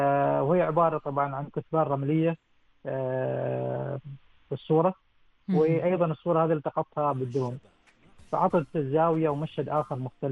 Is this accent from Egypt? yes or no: no; Oman; من سلطنة عمان أو من بلادنا عمان